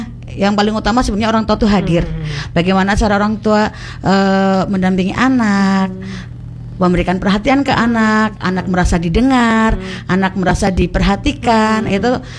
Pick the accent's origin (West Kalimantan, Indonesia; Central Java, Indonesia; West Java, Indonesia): Central Java, Indonesia; Banyumas; moved away as an adult; now in Cilacap, Indonesia; saya aslinya Banyumas, Bu. Iya, terus penempatan di Cilacap.